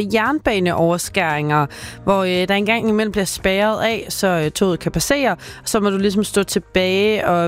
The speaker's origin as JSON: {"language": "Danish", "town": "Varde", "region": "Region of Southern Denmark", "country": "Denmark", "said": "jeg er fra Varde."}